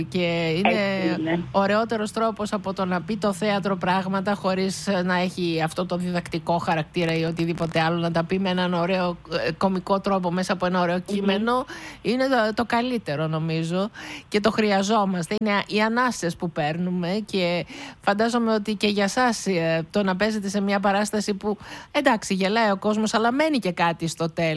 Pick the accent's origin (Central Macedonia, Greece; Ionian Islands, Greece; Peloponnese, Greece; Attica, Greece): Central Macedonia, Greece; Thessaloniki; born there; Και εγώ στη Φλέμινγκ γεννήθηκα, εκεί. Λίγο πιο κάτω.